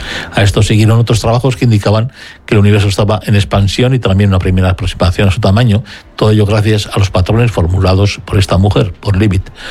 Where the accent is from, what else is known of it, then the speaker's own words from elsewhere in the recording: Basque Country, Spain; Bueno, oye, siendo vascos, lo primero que me sale a mí es aquello: oye, ¿y nosotros de dónde venimos?